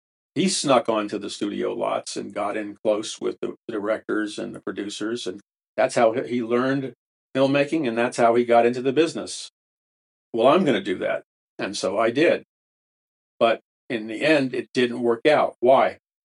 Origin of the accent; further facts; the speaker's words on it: Ireland; I'm not Italian, I'm Irish, so mafia code is second nature to me.